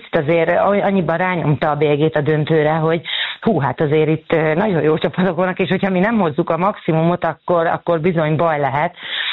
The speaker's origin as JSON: {"language": "Hungarian", "country": "Hungary", "said": "természetesen magyarként annak örültünk volna, hogyha Győr nyeri ezt a Bajnokok Ligáját"}